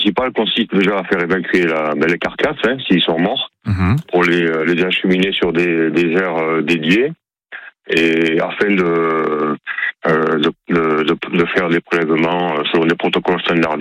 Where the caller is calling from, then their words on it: Capbreton, Nouvelle-Aquitaine, France; De Cap-Breton.